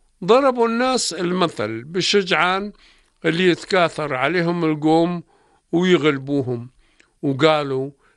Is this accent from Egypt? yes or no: no; Jordan; عندنا في الأردن إذا زعلوا اثنين ولحقت بينهم للمكامشة والضرب